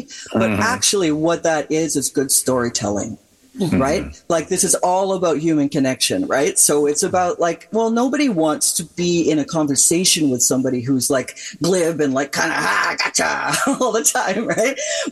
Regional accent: Canada; "Look, we're from Canada, howdy everybody!"

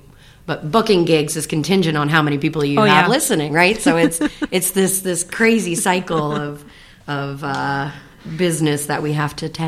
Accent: Toronto, Ontario, Canada; it has a shout out to my hometown of Toronto is how we say it out here, right? Toronto.

